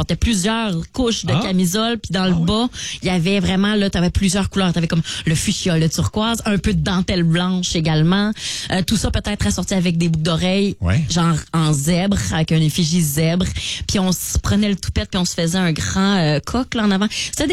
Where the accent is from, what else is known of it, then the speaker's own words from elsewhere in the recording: Laval, Quebec, Canada; je suis de Laval, vraiment, et j'y vis encore.